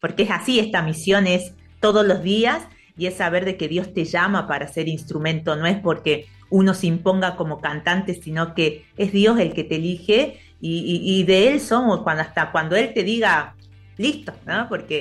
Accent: Salta, Argentina; Yo soy salteña, o sea, vos me vas a escuchar hablar, yo no hablo como los porteños, diría ahí la sé, yo no tengo esa tonada porteña. Yo soy más del norte, campo adentro, mis padres, ¿no? Bien campo, bien campo.

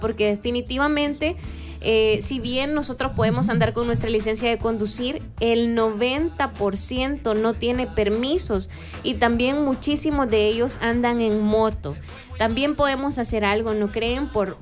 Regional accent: El Salvador; como salvadoreños, como ciudadanos en general, tenemos que tomar acción

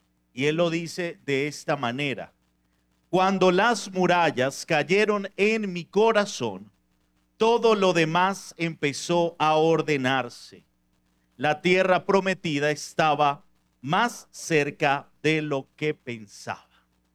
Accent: Venezuela

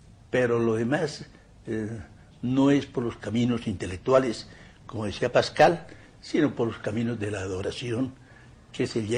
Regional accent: Cúcuta, Norte de Santander, Colombia

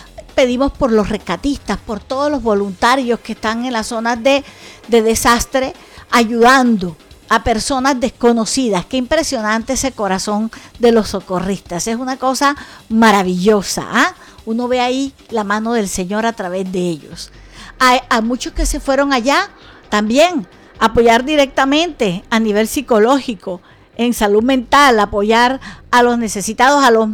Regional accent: Colombia

